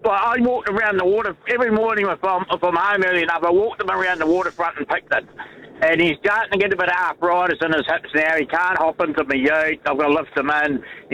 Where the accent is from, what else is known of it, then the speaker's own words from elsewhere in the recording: Canterbury, New Zealand; I was actually born and bred in One Eye Cantabrian. And I was brought up in that Brighton area. So I like hearing the old stories from down there.